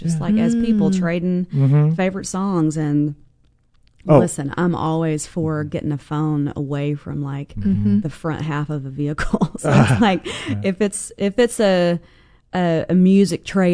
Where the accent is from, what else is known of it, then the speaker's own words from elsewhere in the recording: United States; moved away as an adult; also born or lived in Athens / New York City; as a person growing up in small town USA